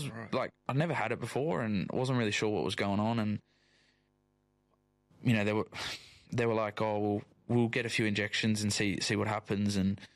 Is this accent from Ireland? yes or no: no; Australia; also born or lived in England; I'm proud Australian, proud English. Like, I've always called this home and would love to represent my home